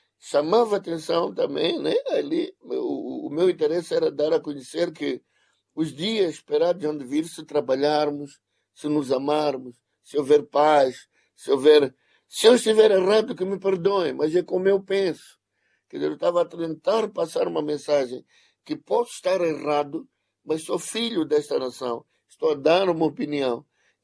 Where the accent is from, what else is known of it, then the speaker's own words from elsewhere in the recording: Mozambique; É por isso que somos moçambicanos.